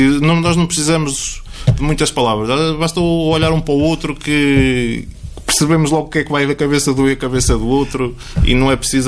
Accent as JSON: {"language": "Portuguese", "town": "Vozela", "region": "Viseu", "country": "Portugal", "tie": "born or raised there", "said": "Já não moro em Vozela, é verdade, mas estive em Vozela 30 anos. Cresci em Vozela, tenho os meus amigos em Vozela, tenho a família em Vozela."}